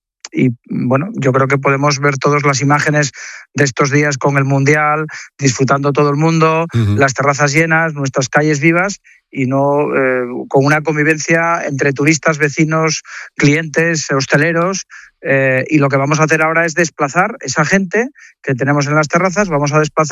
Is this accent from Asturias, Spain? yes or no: yes; Asturias, Spain